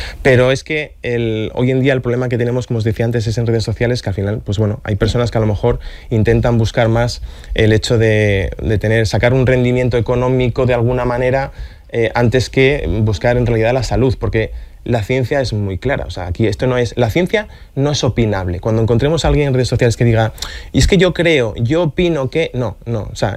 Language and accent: Spanish; Asturias, Spain; moved away as an adult; now in Valencia, Spain; Claro, yo llegué hace 9 años a Valencia y esa es una guerra perdida.